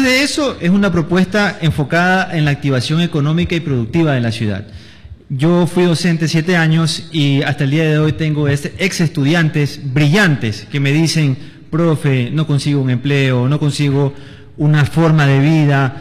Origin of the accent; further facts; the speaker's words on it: Manta, Manabí, Ecuador; yo soy de Manta. Manta, ¿y dónde está Manta? Yo les digo, mira, es un puerto